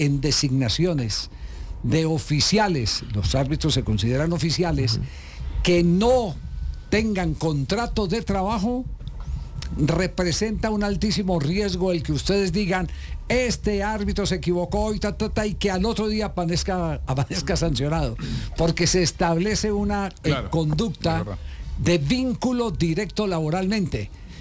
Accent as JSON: {"language": "Spanish", "region": "Caldas", "country": "Colombia"}